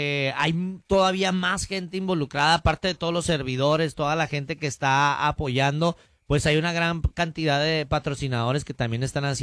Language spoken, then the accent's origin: Spanish; Ciudad Juárez, Chihuahua, Mexico; yo soy de Ciudad Juárez y yo vivía pues de pequeñito en el Barrio Alto y ahí donde yo vivía, en la Gavino Barreda